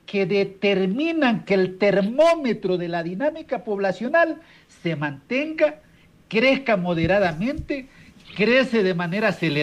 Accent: Chone, Manabí, Ecuador; born or raised there

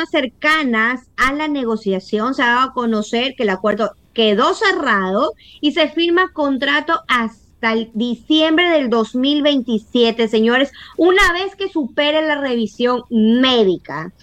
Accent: Ecuador; yo soy ecuatoriana

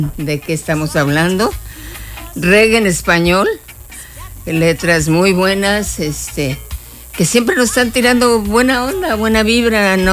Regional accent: Mexico; como mexicanos, somos muy imitadores.

